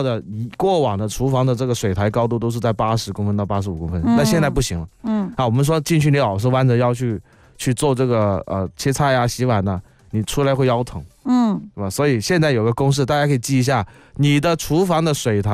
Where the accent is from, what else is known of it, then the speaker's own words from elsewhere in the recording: Guangzhou, Guangdong, China; 就我们广州人以前都是南方小土豆嘛，对，小南方小土豆